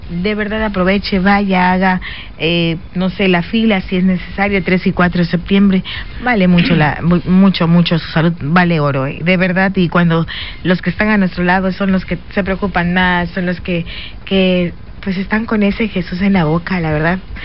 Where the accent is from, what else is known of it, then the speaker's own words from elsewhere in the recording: Mexico; Y así somos los mexicanos.